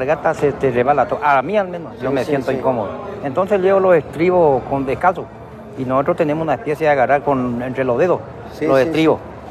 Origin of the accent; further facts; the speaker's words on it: General Paz, Corrientes, Argentina; Yo soy de General Paz, a lo mejor escucharon, ¿eh?